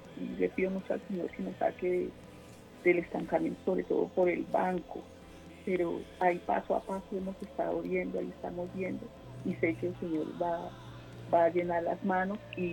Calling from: Bogotá, Colombia; Aquí en Patio Bonito.

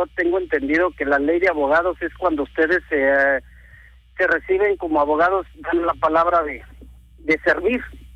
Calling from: San Luis Potosí, Mexico; yo vivo en San Luis Potosí.

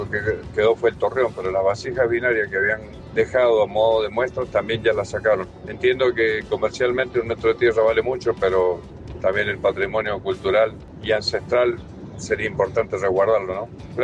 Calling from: Maipú, Mendoza, Argentina

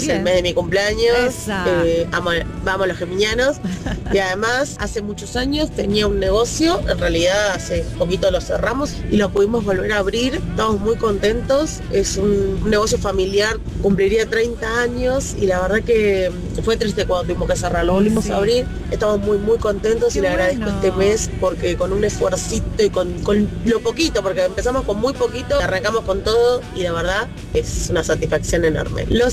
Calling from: San Martín, Argentina; de San Martín.

